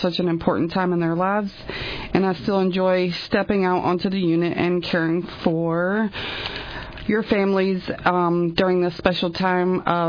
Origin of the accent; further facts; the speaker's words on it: Georgia, United States; now in Bethel, United States; I'm originally from Georgia, if you can't tell.